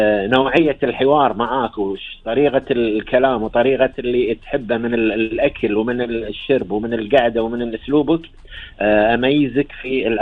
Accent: Kuwait; انا عطار كويتي قديم

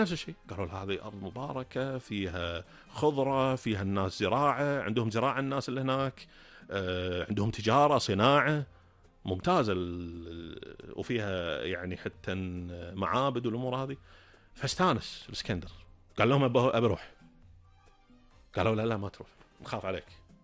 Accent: Kuwait; عايشين هنا عندنا بالكويت

